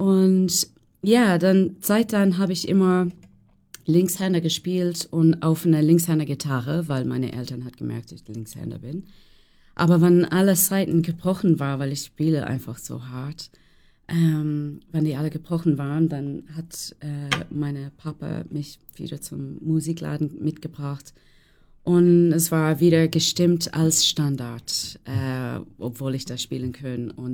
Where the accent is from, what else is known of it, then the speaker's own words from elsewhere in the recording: Ireland; German is a second language; moved away; ich komme aus Irland